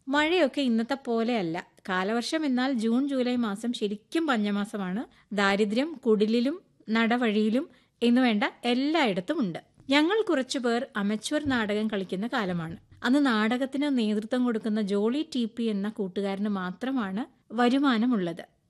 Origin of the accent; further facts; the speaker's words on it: Paravur, Kerala, India; ഞാൻ എന്റെ കുട്ടിക്കാലത്ത്, അതായത് ഞാൻ 7-ാം ക്ലാസ്സിൽ പഠിക്കുമ്പോൾ, അത് പറവൂര് ഞങ്ങളുടെ ഗ്രൗണ്ടില്, എന്റെ വീടിനടുത്താണ് ആ ഗ്രൗണ്ട്, അവിടെ അത് കളിച്ചിട്ടുണ്ട് കുറെ നാള്.